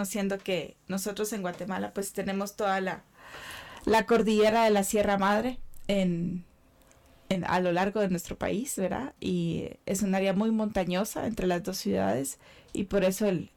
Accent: El Salvador; German is a second language; now in Germany; Das ist ein Teil von diesen zwei Ländern, wo ich aufgewachsen bin und wo meine Familie auch noch wohnt. Das ist El Salvador.

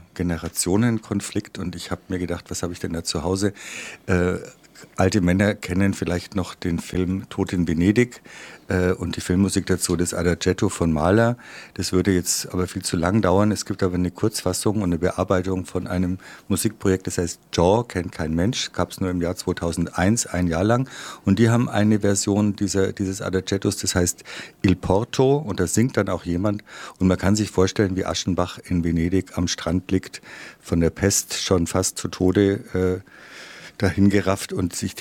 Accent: Bavaria, Germany; moved away as an adult; now in Nuremberg, Germany; ich komme aus der Oberpfalz, ich lebe seit 43 Jahren in Nürnberg, Fürth

